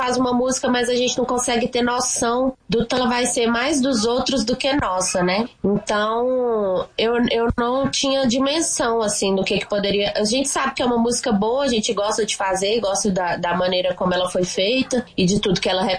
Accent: Teófilo Otoni, Minas Gerais, Brazil; Eu sou da região de Teoflotone

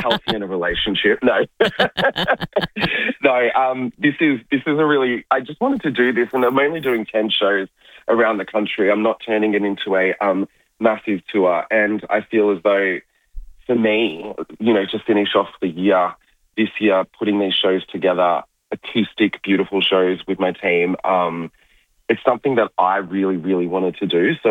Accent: Melbourne, Victoria, Australia; I know I'm from Melbourne and we're known for like restaurants and so forth

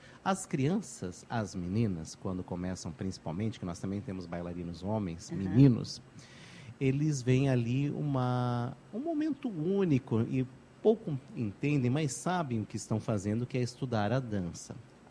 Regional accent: Joinville, Santa Catarina, Brazil; A gente é joinvilense raiz.

